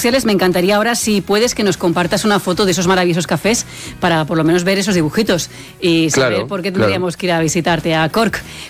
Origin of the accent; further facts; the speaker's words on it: Spain; como españoles es más fácil, ¿no?